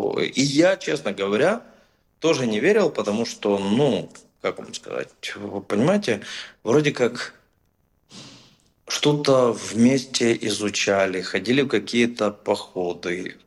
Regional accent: Zakarpattia Oblast, Ukraine; И я, это из Закарпатья человек.

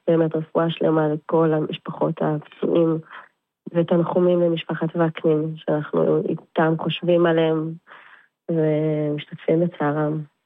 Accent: Neve Daniel, West Bank, Palestine; גדלנו בנווה דניאל.

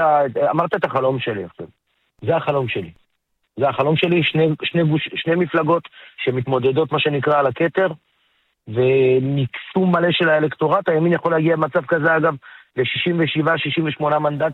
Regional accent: Ofakim, Southern District, Israel; אני מגיע משם, אני מגיע מאופקים, אני לא גר במה שנקרא במגדל השן צפון.

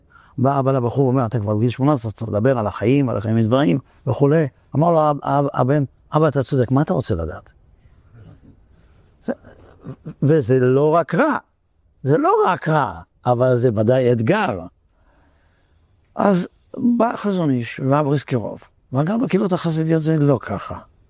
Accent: Netanya, Central District, Israel; אני גדלתי בנתניה, היינו משפחות חרדיות בודדות

